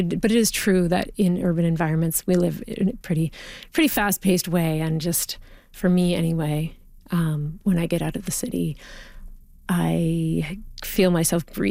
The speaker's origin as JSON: {"language": "English", "region": "Ontario", "country": "Canada", "tie": "born or raised there"}